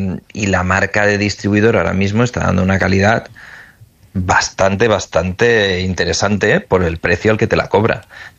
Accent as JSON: {"language": "Spanish", "town": "Barcelona", "region": "Catalonia", "country": "Spain"}